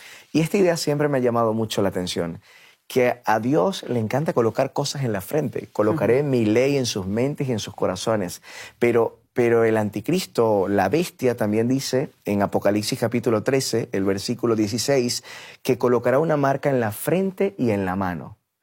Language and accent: Spanish; Venezuela; now in Spain; Un venezolano, por ejemplo, como es mi caso